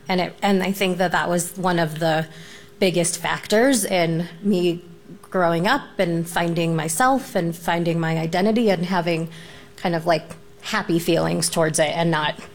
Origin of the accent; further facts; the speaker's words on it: Denver, Colorado, United States; I grew up in Denver, and I went to schools where I was the only person of color